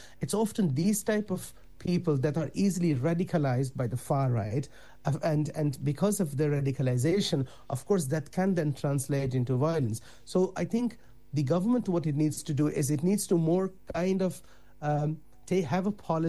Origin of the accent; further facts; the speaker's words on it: Netherlands; moved away as an adult; now in Ireland; I grew up in the Netherlands, so I came here in 2023, and I'd lived before that my life in the Netherlands, and I grew up there as a kid.